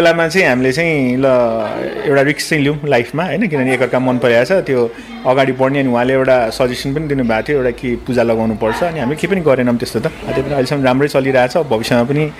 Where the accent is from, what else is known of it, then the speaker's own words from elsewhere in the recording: Kathmandu, Bagmati, Nepal; म चाहिँ बालुटारमा जन्मेको, 2042 पुस 23 गते